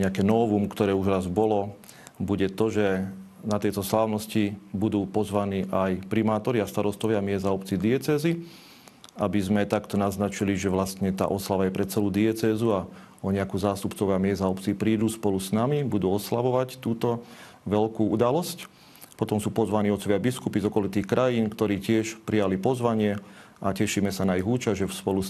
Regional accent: Rožňava, Košice Region, Slovakia; Nakoľko som vyrastal v Rožňave

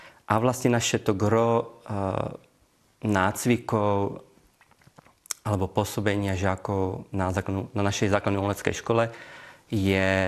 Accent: Moravia, Czechia; Slovak is a second language; moved away as an adult; now in Slovakia; Ako počuť na mojom hlase, áno, pochádzam z Českej republiky, konkrétne z Moravy.

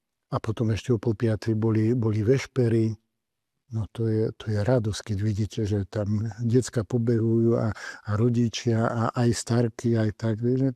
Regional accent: Vrútky, Žilina Region, Slovakia; born there; tam vo Vrútka sme boli Oravci.

